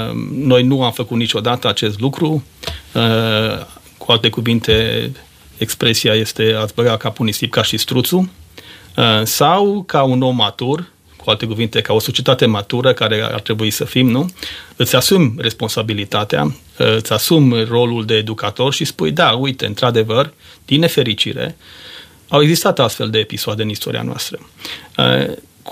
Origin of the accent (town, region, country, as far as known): Romania